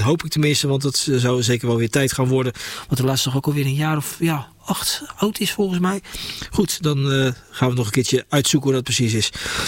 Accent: Moordrecht, South Holland, Netherlands; Ze komen uit Moordrecht, de plaats waar ik opgegroeid ben.

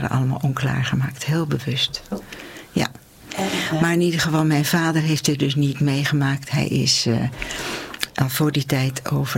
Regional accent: Gouda, South Holland, Netherlands; Geboren en getogen in Gouda, ja.

